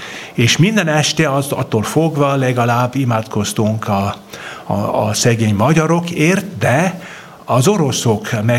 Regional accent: Vienna, Austria; born there; Hungarian is a second language; és édesapám osztrák volt, és én Bécsben születtem, de valahogyan mindig közel voltak a magyar rokonaink. Édesanyám próbált nekünk velünk magyarul is beszélni, és nem nagyon sikerült

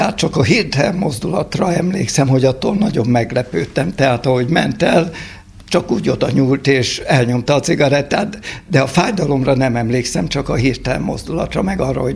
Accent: Jászapáti, Jász-Nagykun-Szolnok, Hungary; Jászapátinak egy külső kerülete volt Jászivány akkor, és odaadtak a nagyszüleimhez, akiknél én 3 évig nevelkedtem, amíg a szüleim végül is kaptak egy úgynevezett tanácsi lakást

